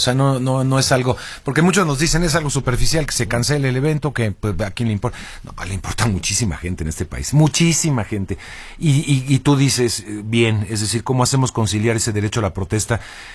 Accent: Mexico; como somos los mexicanos, un poquito surrealistas

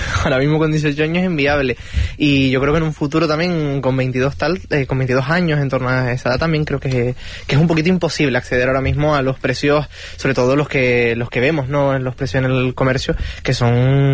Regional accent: La Orotava, Canary Islands, Spain; los que somos de la Orotava, que lo conocíamos

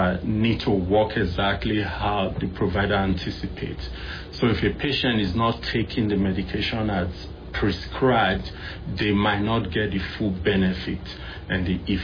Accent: Benin City, Edo, Nigeria; born or raised there; moved away as an adult; now in United States

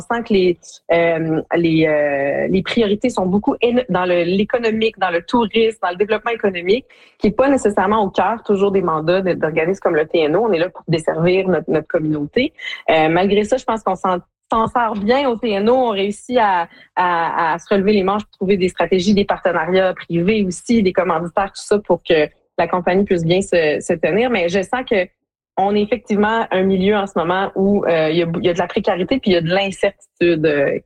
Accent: Hearst, Ontario, Canada; moved away as an adult; j'ai quitté Hearst, mon village à 18 ans, pour aller faire des études que je pensais être en lettres françaises.

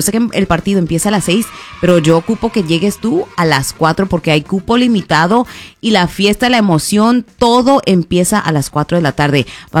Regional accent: Mexico; como buenos mexicanos y argüenderos que somos.

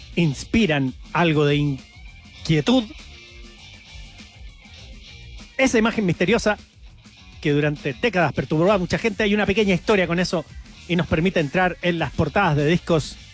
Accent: Santiago, Santiago Metropolitan Region, Chile; born there; cuando era chico caminaba por San Diego y había una disquería cerca de la Alameda.

